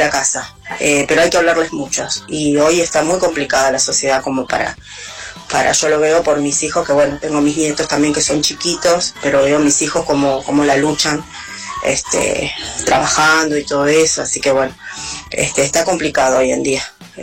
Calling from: Casanova, Buenos Aires Province, Argentina; de Casanova

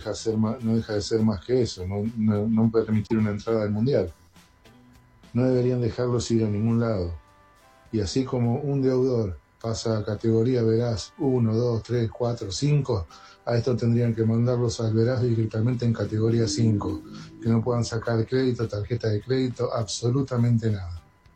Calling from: Monte Grande, Buenos Aires Province, Argentina; de Montegrande.

